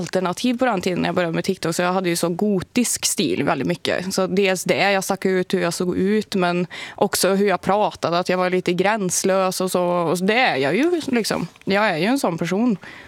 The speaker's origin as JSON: {"language": "Swedish", "region": "Värmland", "country": "Sweden", "said": "jag är från Värmland"}